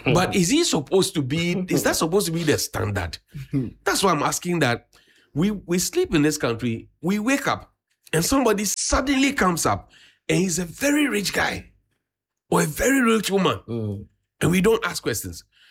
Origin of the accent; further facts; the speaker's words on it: Accra, Greater Accra, Ghana; I grew up in Abosokan as well.